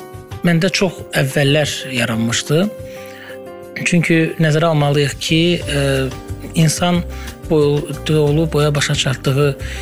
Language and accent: Azerbaijani; Baku, Azerbaijan; born there; Uşaq vaxtı həm gördüklərim, Bakıda ünsiyyətdə olduğum insanlar, qohumlar, babam, nənəm, anam